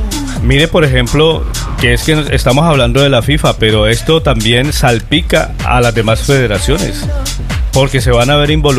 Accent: Colombia; yo como colombiano y seguidor de mi selección

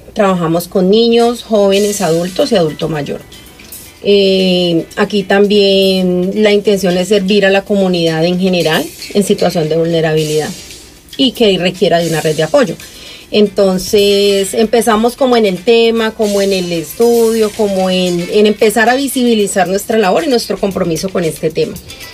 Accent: Colombia; moved away as an adult; now in Zaragoza, Spain; soy colombiana

